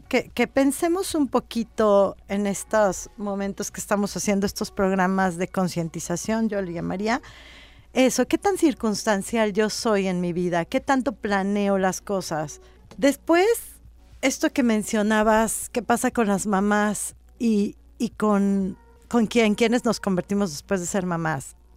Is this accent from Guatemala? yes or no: no; Mexico; yo soy mexicana, estoy súper orgullosa de lo que somos.